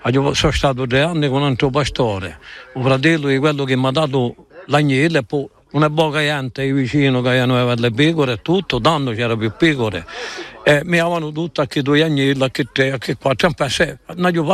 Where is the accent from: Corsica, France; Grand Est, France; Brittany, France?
Corsica, France; Penta-di-Casinca; Di Panta di Casinca.